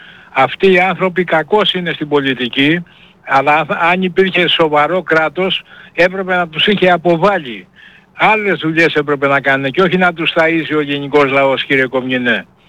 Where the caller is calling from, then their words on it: Peloponnese, Greece; εμείς οι Πελοποννήσιοι